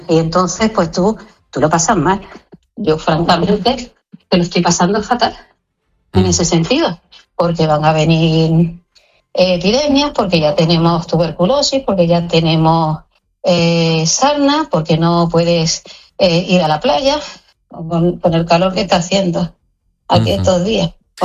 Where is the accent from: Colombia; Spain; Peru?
Spain; Ceuta; Nuestra población caballa, mayoritariamente es musulmana y cristiana